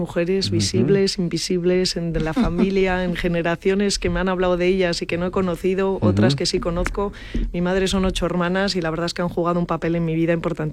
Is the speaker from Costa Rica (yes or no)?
no; Asturias, Spain; yo soy asturiana